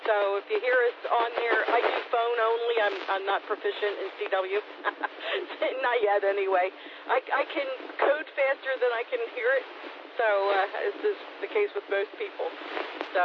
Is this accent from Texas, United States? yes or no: yes; Texas, United States; moved away; I'm originally from North Texas.